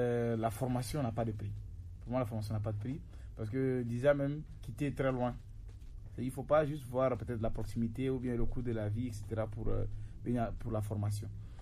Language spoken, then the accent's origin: French; Chad; moved away as an adult; now in Togo; Je viens du Tchad, donc je suis tchadien.